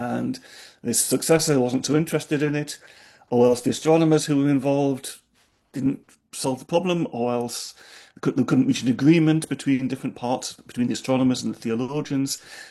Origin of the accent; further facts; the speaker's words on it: United Kingdom; I'm originally British, so I feel no allegiance